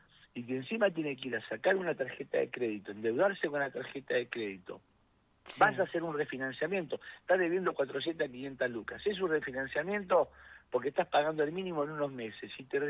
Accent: Santa Cruz, Argentina; el segundo somos la provincia de Santa Cruz.

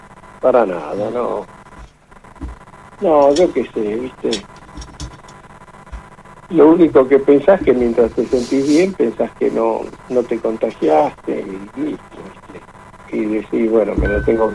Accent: Carmen de Areco, Buenos Aires Province, Argentina; Carmen de Areco.

